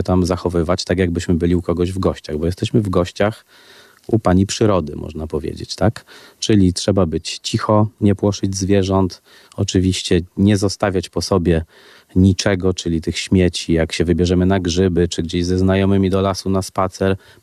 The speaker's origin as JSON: {"language": "Polish", "town": "Szydłowiec", "region": "Masovian Voivodeship", "country": "Poland", "tie": "born or raised there", "said": "byłem u dziadków w lesie, można powiedzieć, którzy mieszkali na mojej wiosce pod Szydłowcem. I tam spędzałem wakacje, ferie i od dziecka robiliśmy z bratem włóczyć się po lesie z dziadkami"}